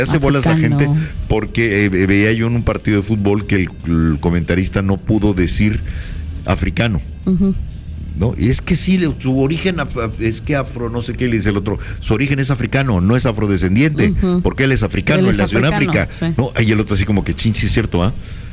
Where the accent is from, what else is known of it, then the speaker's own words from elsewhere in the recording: Mexico; soy mexicano, chaparro, no soy gordo tampoco, negro no, pero moreno sí.